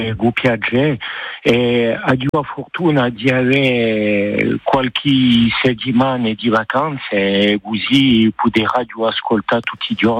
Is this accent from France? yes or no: yes; France; Italian is a second language; Allora, sono francese, mio parenti sono immigrati dall'Italia e sono appassionato di storia corsa, di musica, di canti, di tutti quelli che possiamo posare a storia e a come possiamo dire tutta cultura corsa.